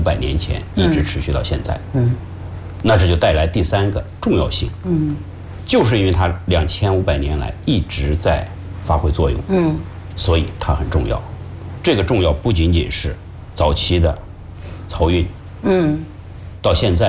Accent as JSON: {"language": "Chinese", "region": "Jiangsu", "country": "China", "tie": "born or raised there", "said": "我是江苏人，我的日常生活里从小到处都是水"}